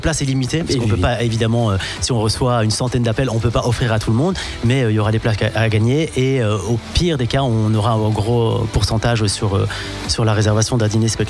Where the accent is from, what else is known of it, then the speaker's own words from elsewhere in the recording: Belgium; moved away as an adult; now in France; je suis belge et je suis arrivé en France en 2012.